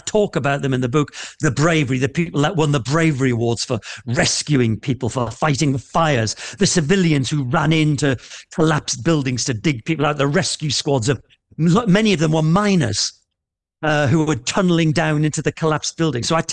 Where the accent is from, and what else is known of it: North Shields, North East England, United Kingdom; born or raised there